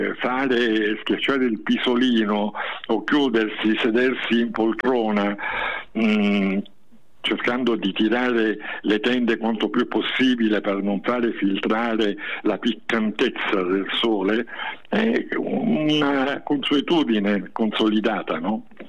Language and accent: Italian; Sicily, Italy; now in Tuscany, Italy; con la mia terra, con la Sicilia